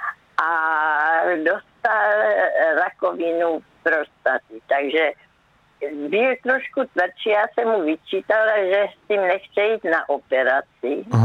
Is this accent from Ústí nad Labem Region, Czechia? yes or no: no; Brno, South Moravian Region, Czechia; Mu ve válce zabili při náletě tatínka a mě v Brně, já jsem pocházím z Brna, zase při náletě zemřela moje maminka a moji sourozenci